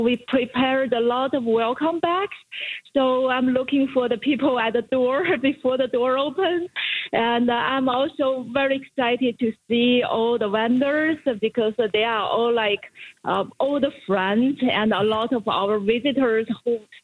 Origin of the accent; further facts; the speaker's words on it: China; moved away; I grew up in China